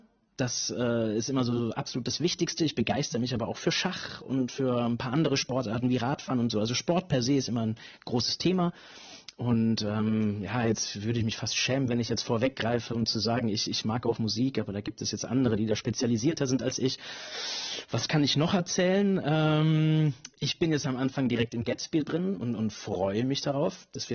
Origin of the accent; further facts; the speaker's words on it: Würzburg, Bavaria, Germany; Ich komme aus Würzburg.